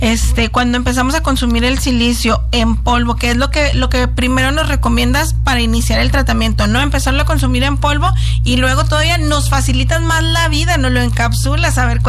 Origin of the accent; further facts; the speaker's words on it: Mexico; Oye, Gerardo, como buen mexicano, así y podemos verlo en cualquier tratamiento.